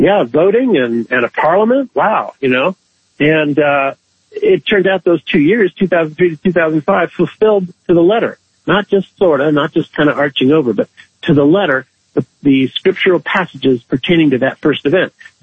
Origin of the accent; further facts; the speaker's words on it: United States; as an American